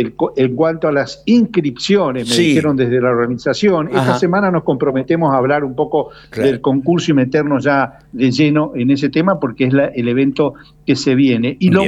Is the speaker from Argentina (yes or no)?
yes; Reconquista, Santa Fe, Argentina; somos de Reconquista